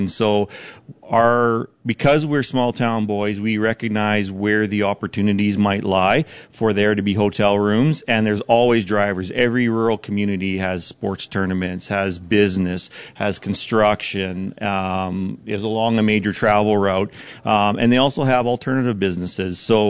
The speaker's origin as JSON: {"language": "English", "town": "Elm Creek", "region": "Manitoba", "country": "Canada", "tie": "born or raised there", "said": "we're small town farm guys. We grew up in Elm Creek, Manitoba, so we understand rural communities"}